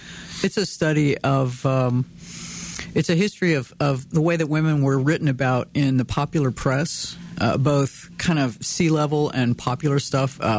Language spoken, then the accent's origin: English; Texas, United States; born there; I was born 5 miles outside a town of 10,000 in the coastal bend of Texas in what had been the generation before mine, a Czech-speaking farming community. I'm the first one in my family on my dad's side to speak English first.